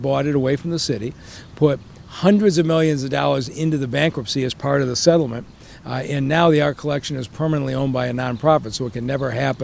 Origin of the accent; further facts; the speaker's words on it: Detroit, Michigan, United States; Well, I grew up in Detroit as a kid, and the Detroit I remember was a magical place.